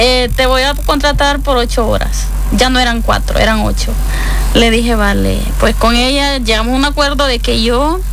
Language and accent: Spanish; Honduras; moved away as an adult; now in Spain; vengo de Honduras, llegué a España en el 2018, el 6 de mayo del 2018